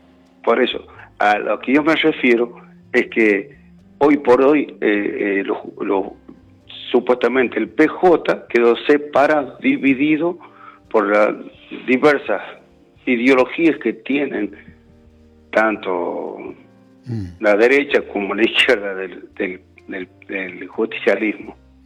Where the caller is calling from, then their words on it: La Rioja, Argentina; Soy de La Rioja